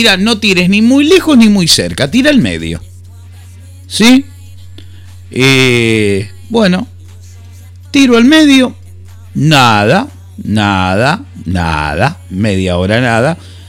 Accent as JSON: {"language": "Spanish", "town": "General Rodríguez", "region": "Buenos Aires Province", "country": "Argentina", "said": "soy de General Rodríguez. Ah, mirá vos. Sí, allá por Luján"}